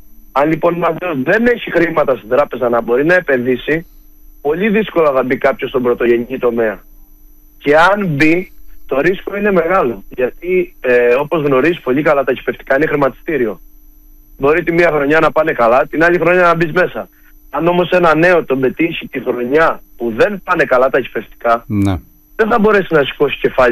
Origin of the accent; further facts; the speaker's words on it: Crete, Greece; born there; moved away as an adult; also born or lived in Heraklion / Athens; Εγώ είμαι παιδί του χωριού. Μου αρέσει ο τόπος μου, μου αρέσει αυτή η καθημερινή ηρεμία που υπάρχει και όχι αυτό το χάος του Ηρακλείου, της Αθήνας και των μεγάλων πόλεων που έχω ζήσει.